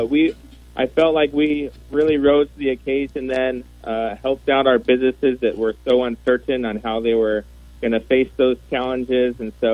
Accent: Chino Hills, California, United States; I was born and raised in Chino Hills. So I was born in 1981, and there was just one tract of homes that I lived in. And over the years, I'm now, I'm 42 years old.

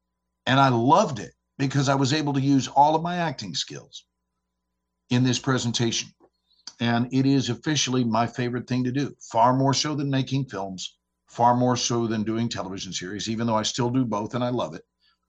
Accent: Texas, United States; You know, I'm from Texas, so this is the way so many people say.

